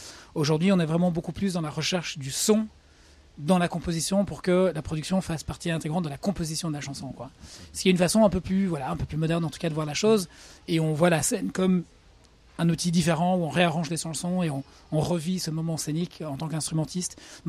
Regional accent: England, United Kingdom; French is a second language; also born or lived in Brussels, Belgium; Donc Ziggy est suédois, Romain est français. Moi, je suis anglais d'origine. Mais on vivait tous les trois à Bruxelles.

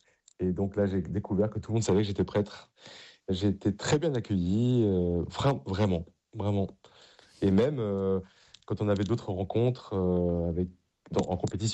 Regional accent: Paris, Île-de-France, France; viens d'une famille du sud-ouest, et même si j'ai grandi à Paris

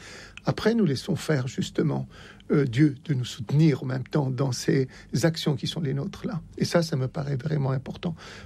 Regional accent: Oran, Oran Province, Algeria; moved away; Je suis né à Oran.

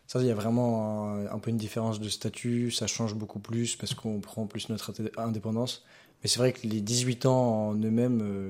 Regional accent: Bourges, Centre-Val de Loire, France; moi je suis né à Bourges, donc je connais Bourges depuis tout le temps.

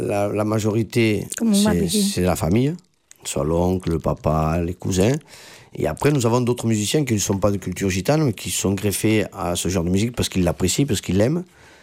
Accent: Carcassonne, Occitanie, France; nous sommes originaires de Carcassonne.

